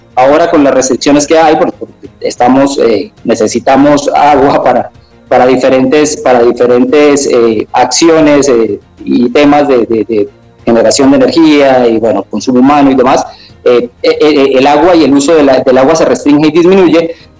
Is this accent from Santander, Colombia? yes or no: yes; Bucaramanga, Santander, Colombia; En Bucaramanga, soy de Bucaramanga.